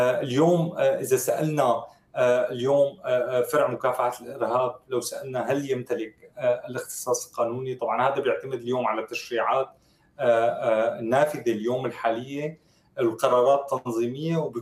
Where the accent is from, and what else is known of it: Syria